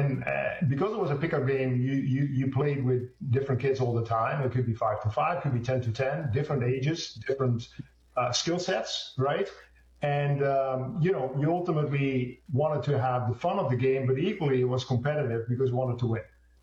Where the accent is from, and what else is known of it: eastern Netherlands, Netherlands; English is a second language